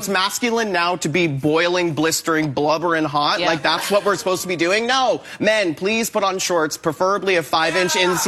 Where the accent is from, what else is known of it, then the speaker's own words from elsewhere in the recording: Canada; I'm a Canadian actor, so she struggles.